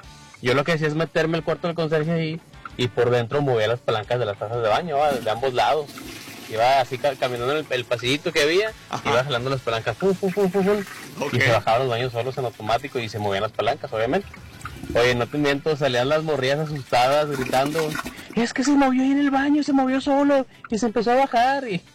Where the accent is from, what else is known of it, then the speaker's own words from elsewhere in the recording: Apodaca, Nuevo León, Mexico; born there; yo en la secundaria fue aquí en Nuevo León. Fue aquí en Apodaca, en la secundaria 81.